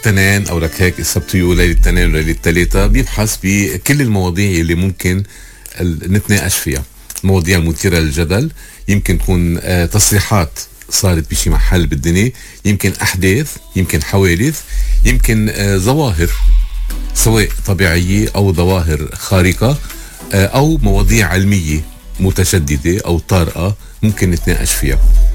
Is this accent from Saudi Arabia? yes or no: no; Lebanon; نحن كلبنانيين